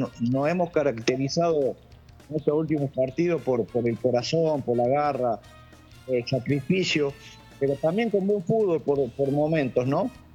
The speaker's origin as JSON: {"language": "Spanish", "country": "Argentina", "said": "nosotros como argentinos"}